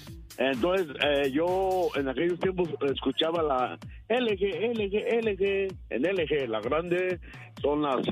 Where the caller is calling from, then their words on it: Idaho, United States; Un saludazo ahí para toda la gente de por acá de Idaho